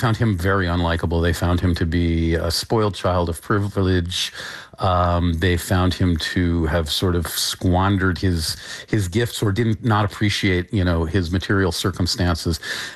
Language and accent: English; New York City, New York, United States; I grew up in New York on the Upper East Side.